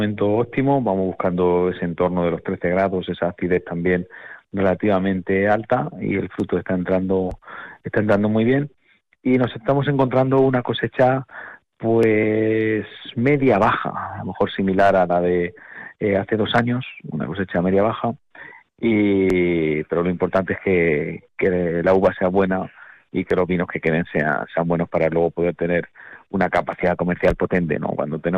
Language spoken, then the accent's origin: Spanish; Villarrubia de los Ojos, Castilla-La Mancha, Spain; Sí, nosotros somos de Villarrubia los que antes comenzamos